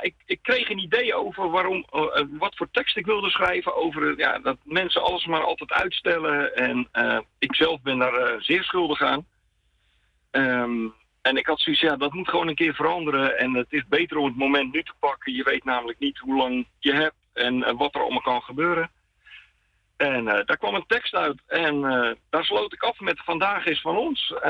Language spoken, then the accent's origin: Dutch; Amsterdam, North Holland, Netherlands; born there; now in Heerhugowaard, Netherlands; Ik woon in Heerengewaard. Ik ben zelf geboren in Amsterdam.